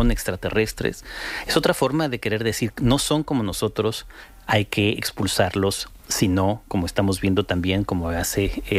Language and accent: Spanish; Spain; also born or lived in United States; now in Madrid, Spain; soy también español y no siempre me he sentido en España, tengo que decirlo, absolutamente acogido